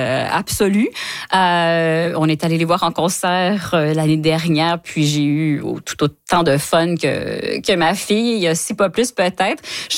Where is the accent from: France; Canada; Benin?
Canada; Ontario; en ayant grandi en tant que franco-ontarienne